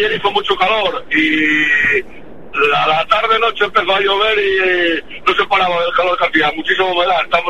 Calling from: Avilés, Asturias, Spain; En la zona que vivo en Avilés

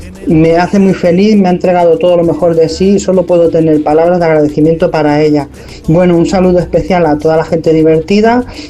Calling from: Gavà, Catalonia, Spain; de Gavà, Barcelona.

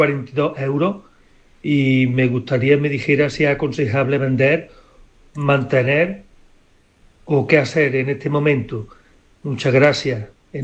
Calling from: Montilla, Andalusia, Spain; de Montilla

